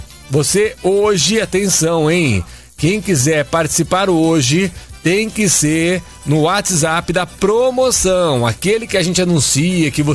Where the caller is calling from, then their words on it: São José do Rio Preto, São Paulo, Brazil; é isso? Sou de São José do Rio Preto, trabalho no CEASA